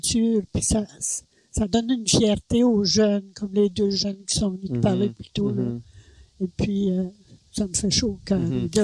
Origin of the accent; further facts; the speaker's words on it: Saint-Malo, Manitoba, Canada; moved away; moi, je suis native de Saint-Malo.